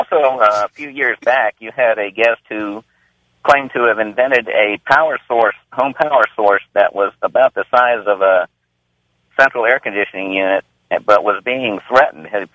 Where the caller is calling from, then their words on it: Hampton, Virginia, United States; from the most historic city in America, Hampton, Virginia.